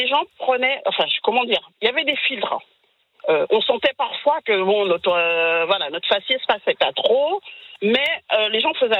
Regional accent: France; Mais quand je suis dans la rue la nuit, en tant que black, les gens, ils ne voient pas si je suis française.

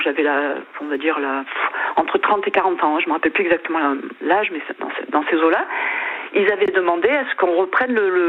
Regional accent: Algeria; born there; Bon, moi, je suis née en Algérie, je crois aussi, je suis une des dernières à être née là-bas.

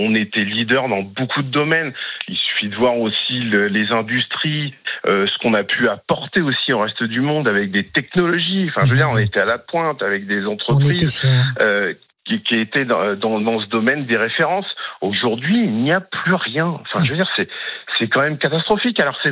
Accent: Hauts-de-France, France; born there; now in Aveyron, France; Il y a des villes même de 20 000 habitants dont où je suis né dans l'Oise, donc plutôt au nord de Paris, 20 000 habitants

